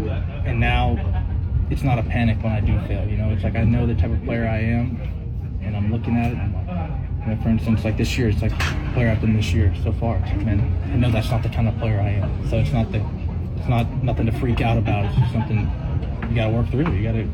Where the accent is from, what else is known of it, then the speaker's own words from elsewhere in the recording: East Coast, United States; moved away; I'm from the East Coast, so I like being on this time zone.